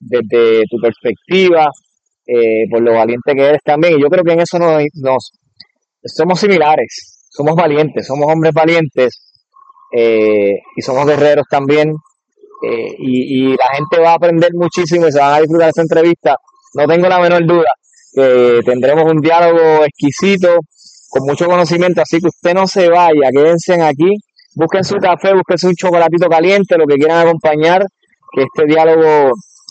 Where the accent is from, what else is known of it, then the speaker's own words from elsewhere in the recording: Toa Alta, Puerto Rico; also born or lived in Río Piedras; soy de Toa Alta, aunque nací en Río Piedra, tengo el honor de que mi certificado de nacimiento diga Río Piedra, ¿verdad? Porque nací en el Hospital del Maestro, para eso de 1986.